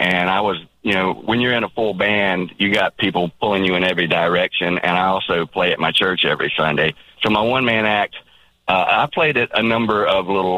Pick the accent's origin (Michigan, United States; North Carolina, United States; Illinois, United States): North Carolina, United States; born there; Born in Randolph Hospital in 61.